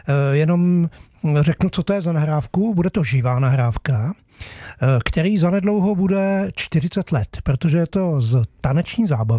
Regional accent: Katovice, South Bohemian Region, Czechia; A já jsem původem, já jsem narozený v Katovech a tam jsem vyrost.

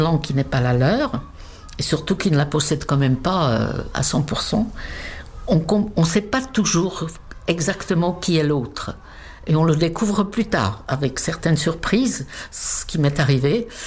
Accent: České Budějovice, South Bohemian Region, Czechia; French is a second language; moved away as an adult; now in France; Ma ville natale, České Budějovice, se trouve, je crois, à 40 km de la frontière autrichienne. Mes parents parlaient allemand couramment tous les deux.

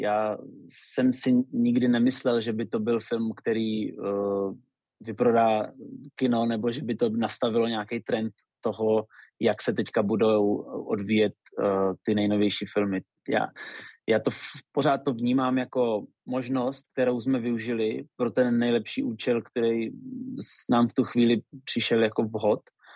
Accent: Lipník nad Bečvou, Olomouc Region, Czechia; který bydlel v Lipníku nad Bečvou, což je místo, odkud pocházím i já.

